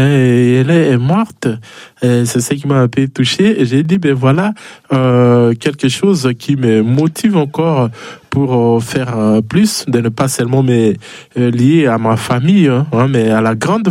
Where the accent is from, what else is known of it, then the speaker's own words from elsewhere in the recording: DR Congo; moved away as an adult; je suis congolais d'origine, de la République démocratique du Congo